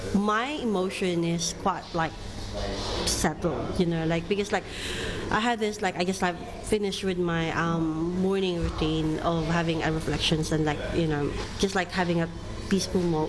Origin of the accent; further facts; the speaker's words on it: Philippines; now in Toowoomba, Australia; So I'm from the Philippines, Karen is from Thailand.